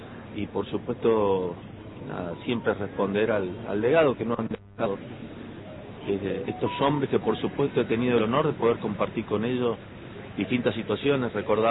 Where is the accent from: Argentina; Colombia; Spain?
Argentina; San Juan; como todos los sanjuaninos estamos atravesando